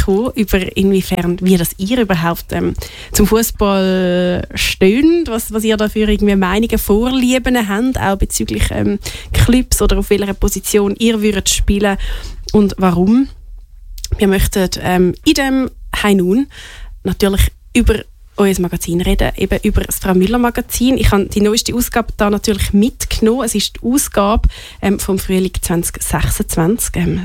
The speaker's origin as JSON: {"language": "German", "country": "Switzerland", "said": "Habt ihr ein Lieblingsspiel gehabt an der letzten EM, an der Heim-EM, die da bei uns in der Schweiz stattgefunden hat?"}